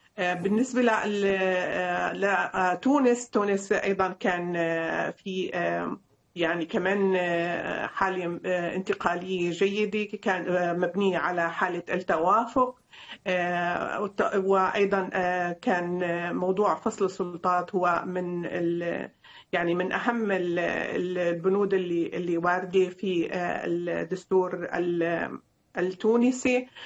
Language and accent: Arabic; Syria